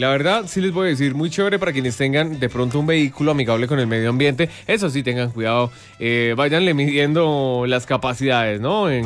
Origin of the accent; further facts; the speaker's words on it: Duitama, Boyacá, Colombia; born there; los que nacimos corazón 100% duitamense, llevamos un alma muy bonita.